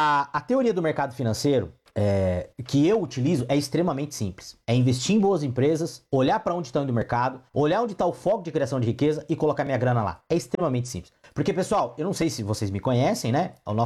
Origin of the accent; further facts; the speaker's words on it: Brazil; nós somos brasileiros, eu tô no Brasil, eu amo meu país